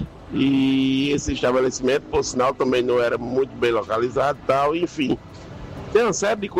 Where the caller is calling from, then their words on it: João Pessoa, Paraíba, Brazil; Sou daqui de João Pessoa